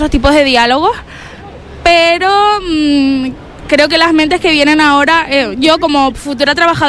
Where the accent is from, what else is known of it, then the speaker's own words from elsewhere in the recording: Spain; Soy la única española en un piso de Erasmus. Sí, en mi propio país he hablado muy poco español, la verdad.